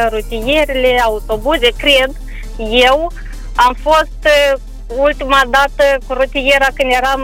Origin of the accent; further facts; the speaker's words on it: Florești, Florești District, Moldova; now in Chișinău, Moldova; Sunt originară din Florești.